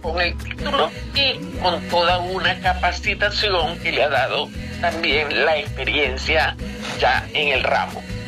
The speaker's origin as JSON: {"language": "Spanish", "country": "Venezuela", "said": "nosotros como venezolanos valemos"}